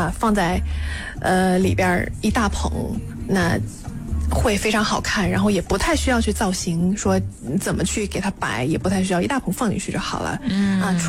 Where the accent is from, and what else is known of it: China